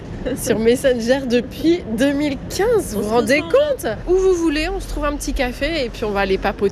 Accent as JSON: {"language": "French", "region": "Île-de-France", "country": "France", "tie": "born or raised there", "said": "tu as grandi dans l'Essonne, et moi aussi."}